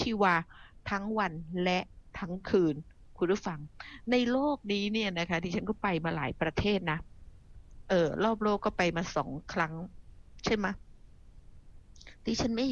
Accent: Phuket, Thailand; บ้านดิฉันเองจังหวัดภูเก็ตดิฉันเนี่ยเป็นคนบ้านนอกเนาะอยู่นอกนะนอกแผ่นดินนะดิฉันมาจากเกาะคุณผู้ฟังแล้วก็ถีบตัวเองด้วยการศึกษานะคะ

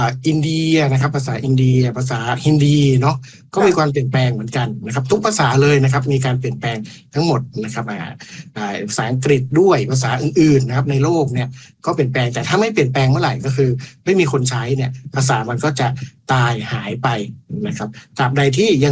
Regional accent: Lampang, Thailand; ผมเข้าใจภาษาอื่นด้วยนะผมเป็นคนเหนือนะครับผมเป็นคนลำปางนะครับ

